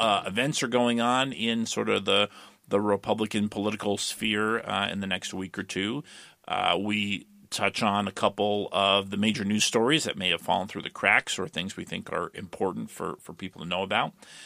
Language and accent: English; Brandon, Vermont, United States; And that is held at the Neshebe Golf Course in my hometown of Brandon, Vermont.